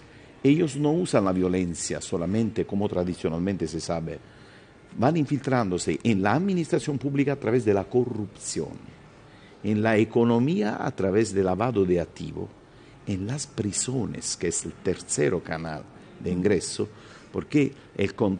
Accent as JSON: {"language": "Spanish", "country": "Italy", "second_language": "Spanish"}